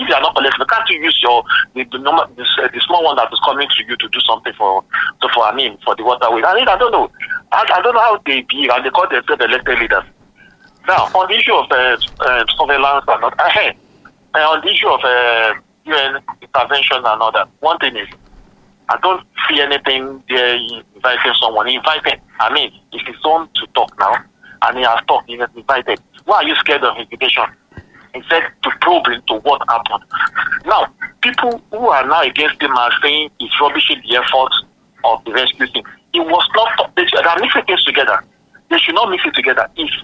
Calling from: Makola, Oyo, Nigeria; I'm calling from Makola.

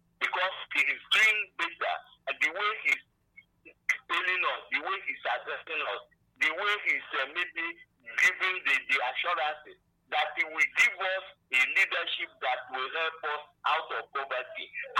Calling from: Enugu State, Nigeria; I'm calling from Abanikenugu.

